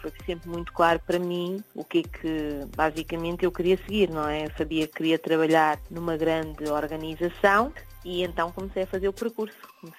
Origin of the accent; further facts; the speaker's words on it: Portugal; com grande foco, como é óbvio, em Portugal, como portuguesa que sou.